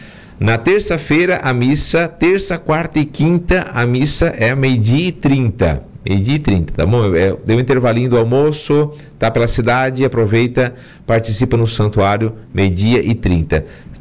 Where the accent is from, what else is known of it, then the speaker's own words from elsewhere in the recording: Nova Veneza, Urussanga, Siderópolis, Santa Catarina, Brazil; now in Araranguá, Brazil; Nova Veneza, Uruçanga, Siderópolis, Turvo, né, da minha terra natal